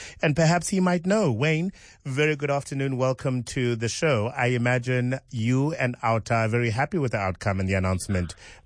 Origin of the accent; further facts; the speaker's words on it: South Africa; Out of interest, what is the most annoying thing that we as South African drivers do on the road?